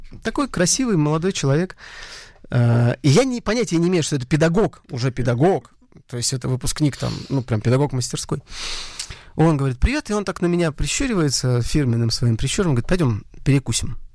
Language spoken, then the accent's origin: Russian; Murmansk, Murmansk Oblast, Russia; И уезжаю в родной город Мурманск в этом шоке, где мама моя, будучи хорошо знакома с людьми в Мурманском областном драматическом театре